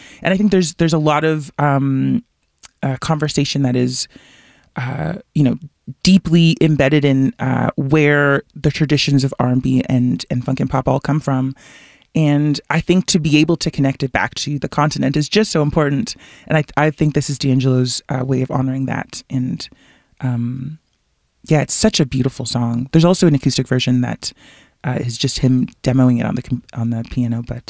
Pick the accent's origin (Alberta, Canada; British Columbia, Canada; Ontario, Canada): Ontario, Canada; Toronto; growing up in Toronto as a first generation Canadian